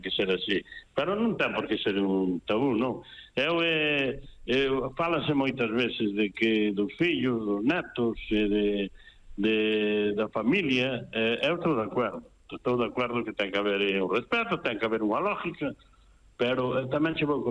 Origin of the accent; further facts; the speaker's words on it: Noia, Galicia, Spain; Eu son de Noia, señor, dixen, son de Noia